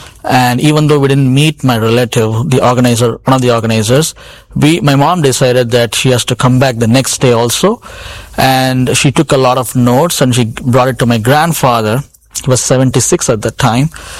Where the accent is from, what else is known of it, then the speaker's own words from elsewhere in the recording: Chennai, Tamil Nadu, India; now in United States; And so he came down to Chennai, the city I was born and raised in India.